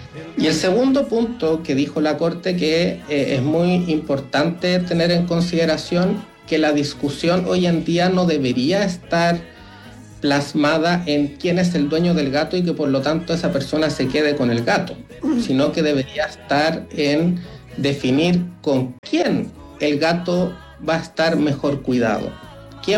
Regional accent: Chile; nuestra organización como comunidad chilena

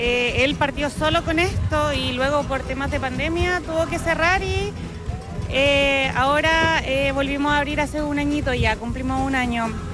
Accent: Chile; yo soy la chilena.

